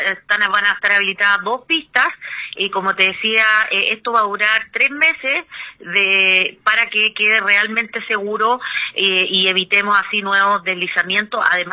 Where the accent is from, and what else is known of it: Chile